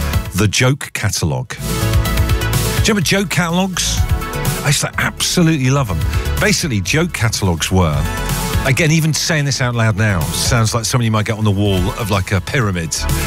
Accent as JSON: {"language": "English", "town": "Trowbridge", "region": "South West England", "country": "United Kingdom", "tie": "born or raised there", "also_born_or_lived": "Devon", "said": "I mean, I grew up in Devon and like Trowbridge, and maybe it's a West Country thing."}